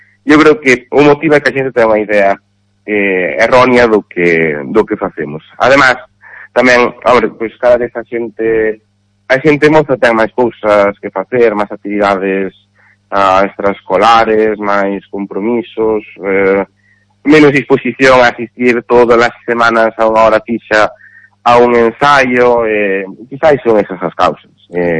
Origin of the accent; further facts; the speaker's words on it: Carballo, Galicia, Spain; son de Carballo, que pues además me hace moitísima ilusión dirixir … aquí en Carballo temos unha tradición moi grande de música tradicional galega